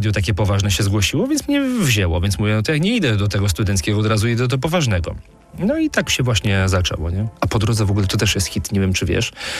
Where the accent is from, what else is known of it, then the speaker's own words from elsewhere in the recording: Zielona Góra, Lubusz Voivodeship, Poland; moved away as an adult; now in Warsaw, Poland; ja jestem z Zielonej Góry